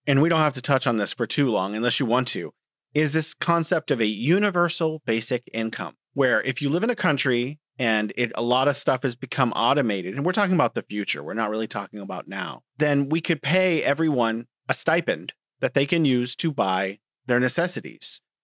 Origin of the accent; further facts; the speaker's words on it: United States; I have to admit, as an American, the vast majority of our education for our K-12 students isn't very good.